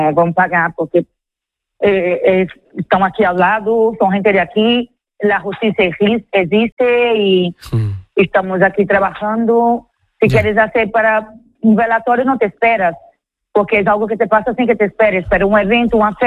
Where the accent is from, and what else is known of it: São Luís, Maranhão, Brazil; born or raised there; Spanish is a second language; now in Spain